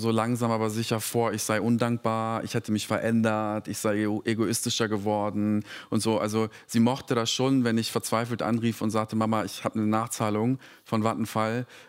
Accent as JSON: {"language": "German", "country": "Serbia", "second_language": "German", "said": "ich komme aus Serbien. Wir sind sehr konservativ"}